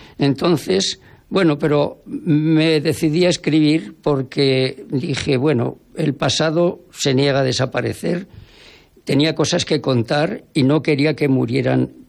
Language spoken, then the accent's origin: Spanish; Jaca, Aragon, Spain; viví aquí en los primeros años de mi vida y luego ya en mi juventud, en mi adolescencia, hasta que me fui a estudiar fuera de Jaca. Pero siempre he estado yendo y viniendo y siempre he tenido mi domicilio en Jaca también.